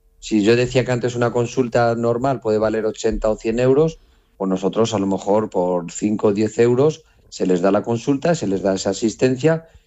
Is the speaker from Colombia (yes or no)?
no; Spain; nosotros aquí en España